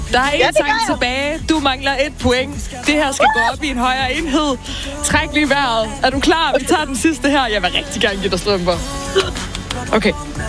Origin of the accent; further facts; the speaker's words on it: Viborg, Central Denmark Region, Denmark; Jeg er jo selv fra Viborg